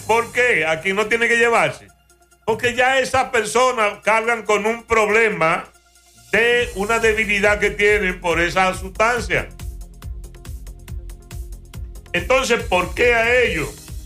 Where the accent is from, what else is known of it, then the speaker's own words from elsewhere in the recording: Dominican Republic; yo soy dominicano